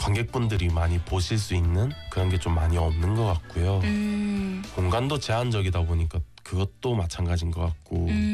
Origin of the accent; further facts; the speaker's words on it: Busan, South Korea; born there; 제가 태어난 곳이 부산이고 제가 생활하는 곳이 부산이라서 있는 건데